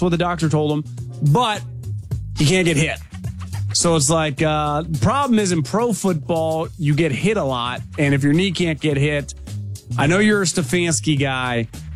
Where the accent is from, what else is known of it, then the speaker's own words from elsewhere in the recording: West Coast, United States; I'm from the West Coast.